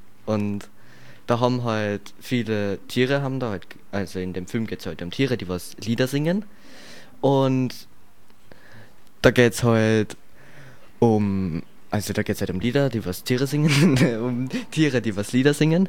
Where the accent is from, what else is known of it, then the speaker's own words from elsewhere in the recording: Bad Goisern, Upper Austria, Austria; Ich komme aus Bad Gäusern.